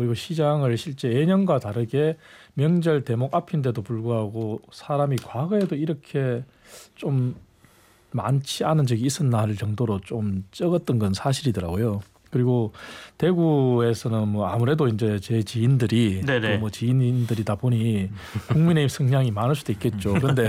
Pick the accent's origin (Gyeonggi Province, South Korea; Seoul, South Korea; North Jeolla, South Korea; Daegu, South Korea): Daegu, South Korea; moved away; 제가 대구가 고향이다 보니까